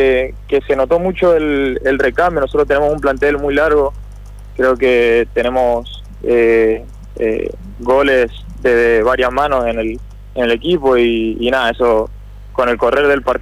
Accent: Mendoza, Argentina; moved away; No, yo a Kimberley le debo muchísimo. Primero porque yo vine de Mendoza.

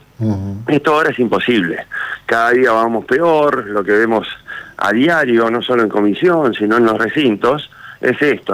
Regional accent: Río Negro, Argentina; Yo soy de Río Negro, y tuvimos usurpaciones de campo, también ocurrió lo mismo en Entre Ríos.

